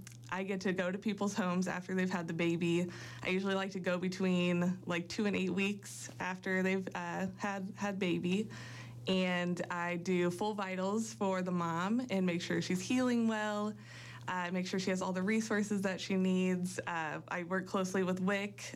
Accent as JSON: {"language": "English", "town": "Bend", "region": "Oregon", "country": "United States", "tie": "born or raised there", "said": "I was raised in Bend, and I left for about 10 years."}